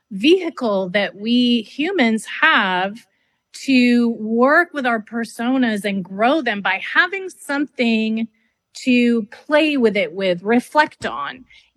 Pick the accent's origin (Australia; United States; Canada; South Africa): Canada; And I'm French Canadian.